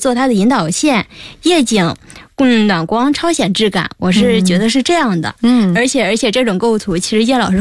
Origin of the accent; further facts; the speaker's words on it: Henan, China; now in Tianjin, China; 我不是，我是河南人。